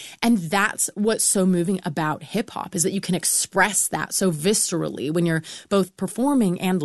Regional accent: United States; I grew up in the States, and so 2000s hip hop was a big part of what I listened to growing up.

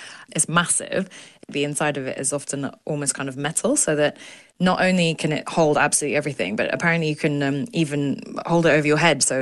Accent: Japan; I grew up in Japan, so I suppose I was just always aware of being an outsider.

